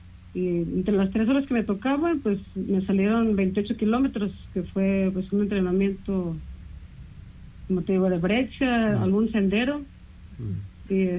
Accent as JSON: {"language": "Spanish", "town": "Naranjal", "country": "Mexico", "said": "yo soy del Naranjal. Uh-huh. Soy una persona de campo"}